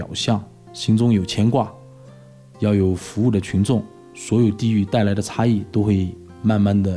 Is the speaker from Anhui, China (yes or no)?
yes; Anhui, China; moved away as an adult; 我的老家安徽